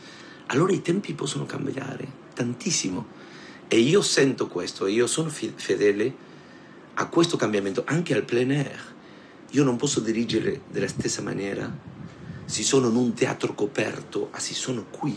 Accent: Argentina; Italian is a second language

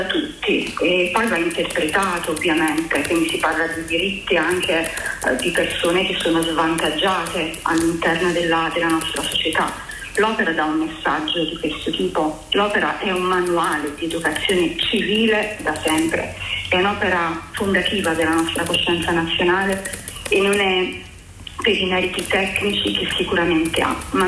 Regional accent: Naples, Campania, Italy; Io sono di Napoli

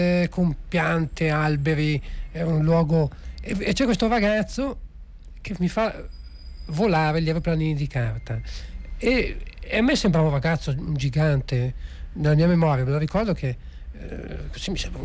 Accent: Genoa, Liguria, Italy; born there; Scusami, io sono nato a Genova, ma da padre di Cagliari.

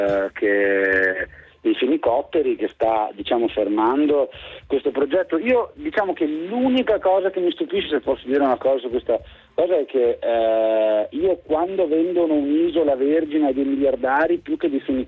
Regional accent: Rosà, Veneto, Italy; also born or lived in Albania / Padua; io in realtà sono cresciuto in provincia di Vicenza, quindi se mi date del padovano poi offendete tutti.

